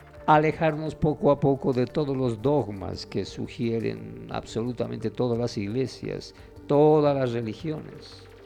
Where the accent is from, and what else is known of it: Bolivia